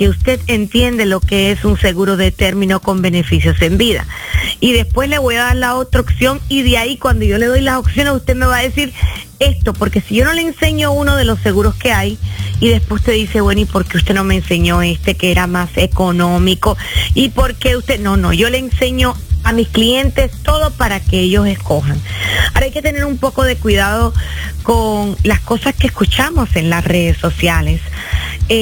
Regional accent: Cuba; ya sé que soy cubana, pero que tengo un corazón con un pedacito ecuatoriano.

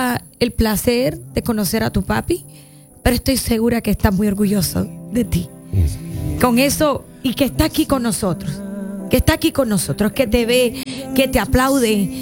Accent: Cuba; moved away; en mi país, en Cuba se le dice mima

